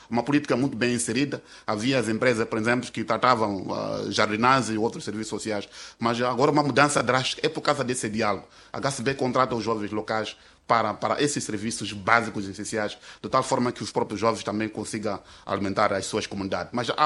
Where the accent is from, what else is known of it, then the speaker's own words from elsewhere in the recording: Mozambique; de nós todos como moçambicanos